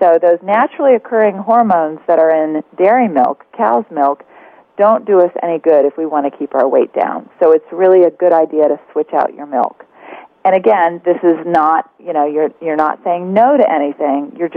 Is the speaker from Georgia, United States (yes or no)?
yes; Georgia, United States; I grew up in the South in Georgia, and I grew up eating chicken fried steak and barbecued ribs and every kind of cheese possible.